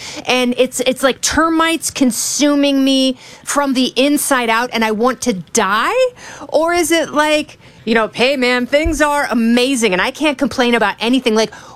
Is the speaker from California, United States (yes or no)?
no; Indiana, United States; I am a Hoosier.